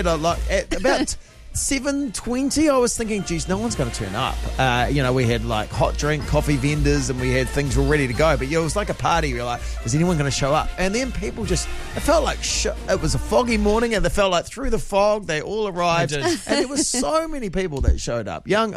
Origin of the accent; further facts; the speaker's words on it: Masterton, Wellington, New Zealand; We came back from a whirlwind couple of days down in the Wairarapa, my hometown of Masterton